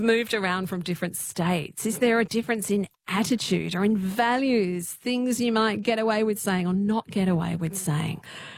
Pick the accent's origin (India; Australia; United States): Australia; South Australia; born there; Now, Judith, I was born in South Australia